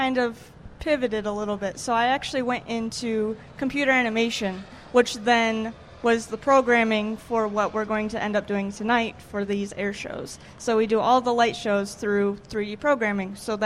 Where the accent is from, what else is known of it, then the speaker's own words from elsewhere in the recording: Michigan, United States; We're from Michigan, and I'm also from Michigan.